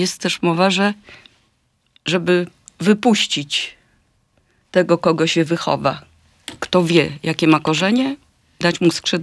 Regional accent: Sząbruk, Warmian-Masurian Voivodeship, Poland; Tak, ja się urodziłam we wsi Sząbruk, która jest bardzo blisko Olsztyna.

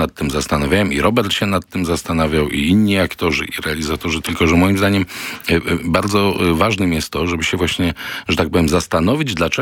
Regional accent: Silesian Voivodeship, Poland; jestem synek z PGR-u. Jestem prześny, śląski i zwyczajny.

